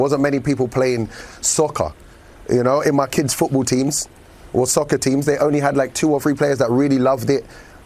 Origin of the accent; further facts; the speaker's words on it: England, United Kingdom; moved away as an adult; now in United States; You know I'm English.